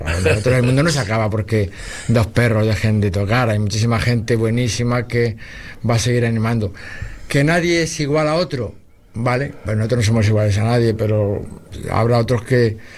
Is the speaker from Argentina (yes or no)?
no; Cardeñosa, Castile and León, Spain; en mi pueblo, en Cardeñosa